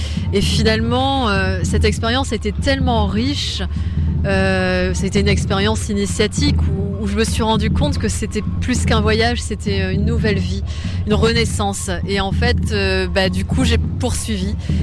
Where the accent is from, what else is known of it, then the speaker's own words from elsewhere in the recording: Hauts-de-France, France; born there; Je suis née en Picardie, c'est très exotique.